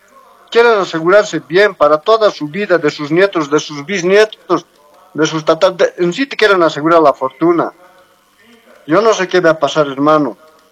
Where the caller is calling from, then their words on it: La Paz, Bolivia; Estoy llamando desde La Paz.